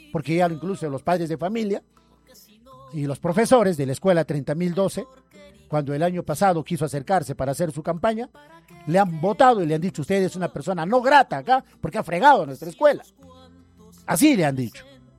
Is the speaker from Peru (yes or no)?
yes; Chilca, Junín, Peru; yo estudié mi primaria ahí porque yo nací en Chilca, yo vivo en Chilca, ese es mi barrio.